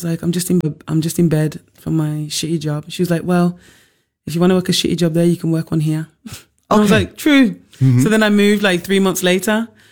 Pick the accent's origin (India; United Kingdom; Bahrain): United Kingdom; Birmingham, West Midlands; now in Berlin, Germany; Yeah, I'm from Birmingham.